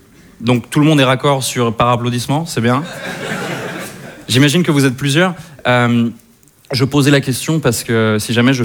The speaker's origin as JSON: {"language": "French", "country": "Switzerland", "lives_now": "Paris, France", "said": "je suis suisse. Ça surprend les Parisiens, parfois, quand j'explique que je suis suisse"}